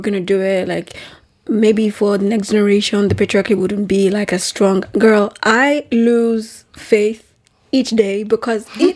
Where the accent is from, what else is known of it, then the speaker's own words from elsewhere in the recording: Nigeria; For context, I'm from Nigeria. I was born and raised there.